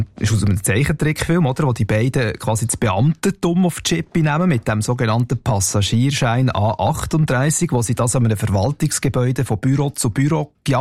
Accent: Switzerland; dass man sogar als Schweizer selber darüber lachen muss

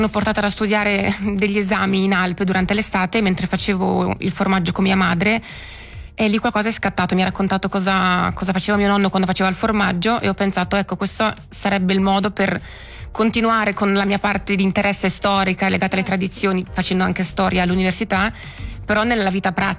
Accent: Sant'Antonino, Ticino, Switzerland; Sì, nata e cresciuta in Colombera, sì. Esatto. Quindi per me è da sempre casa.

